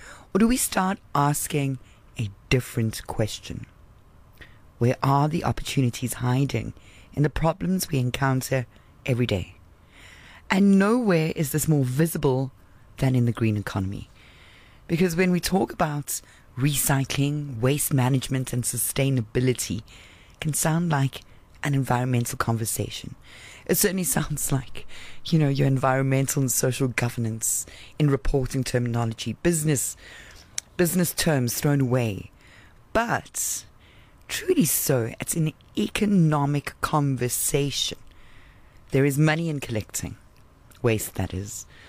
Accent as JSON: {"language": "English", "country": "South Africa", "said": "as a South African, we certainly have no shortage of problems to solve."}